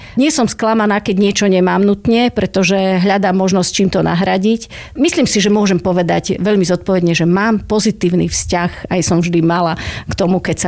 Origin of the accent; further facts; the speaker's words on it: Rimavská Sobota District, Banská Bystrica Region, Slovakia; ja pochádzam zo stredného Slovenska, z okresu Rimavská Sobota